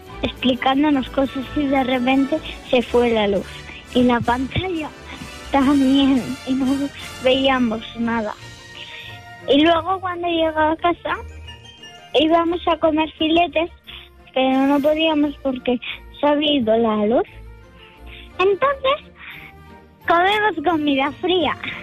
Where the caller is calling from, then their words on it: Burgos, Castile and León, Spain; tengo 7 años, vivo en Burgos